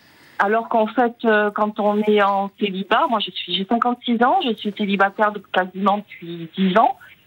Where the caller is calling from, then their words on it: Saint-Jean-de-Luz, Nouvelle-Aquitaine, France; moi, j'appelle de Saint-Jean-de-Luz.